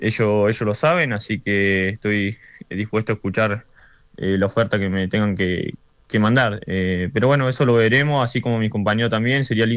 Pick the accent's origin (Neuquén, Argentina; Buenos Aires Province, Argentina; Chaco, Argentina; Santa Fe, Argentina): Neuquén, Argentina; now in Córdoba, Argentina; Sí, la verdad es que soy de Neuquén, pero se me ha pegado un poquito la tonada. Es difícil todo el día escuchando a los cordobeses que no se te pegue un poco.